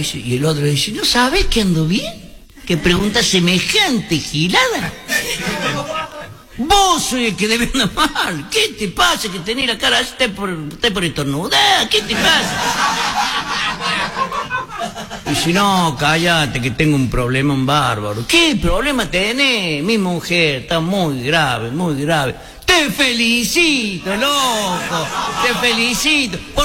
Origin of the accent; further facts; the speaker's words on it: Córdoba, Argentina; accent: Cordobese tonada; Que nadie se da cuenta por la tonada que tengo. Nadie se da cuenta que soy de Córdoba.